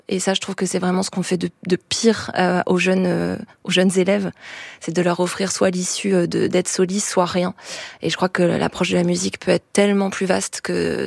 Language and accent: French; Caen, Normandy, France; et aussi des chanteurs avec qui j'ai grandi à Caen, dans nos classes toujours à Caen